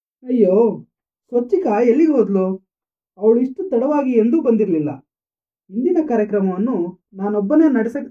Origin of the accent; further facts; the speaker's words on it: Kolar, Karnataka, India; accent: Kolar Kannada; ಇದನ್ನ ಕನ್ನಡ ಕೋಲಾರ ಭಾಷೆ ಬಂದ್ಬಿಡ್ತಲ್ಲ